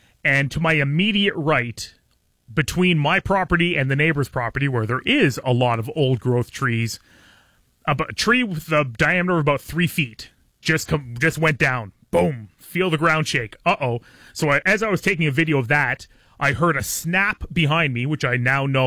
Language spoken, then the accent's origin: English; Ontario, Canada; I've been back here in this area for 6 years now, and I grew up in Puce or in Bell River.